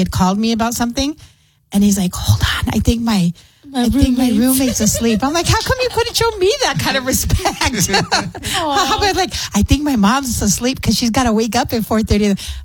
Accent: Clint, Texas, United States; Growing up in Clint and, you know, just running around in the fields and on the dirt roads

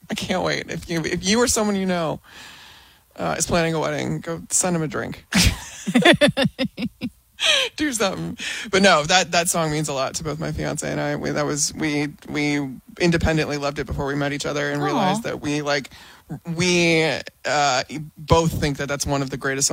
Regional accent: Chicago, Illinois, United States; And then I grew up in Chicago.

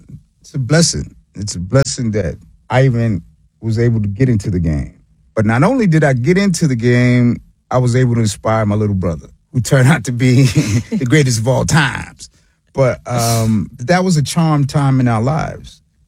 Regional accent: New York City, New York, United States; I'm from South Jamaica, Queens, New York.

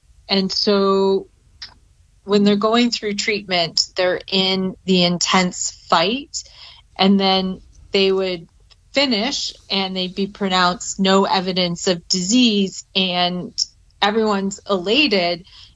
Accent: Michigan, United States; now in Cincinnati, United States; So I'm originally from Michigan.

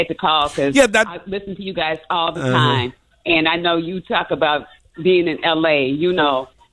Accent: Chicago, Illinois, United States; now in Cypress, California, United States; that's my hometown

